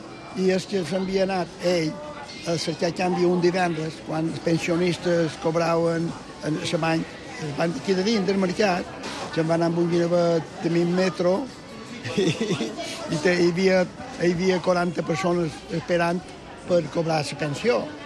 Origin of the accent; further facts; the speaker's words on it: Palma, Balearic Islands, Spain; born there; Quan vaig començar a caminar, ma mare pelava peus i jo estava a 50 metres de la nave de xocs, de l'escorxador de Palma.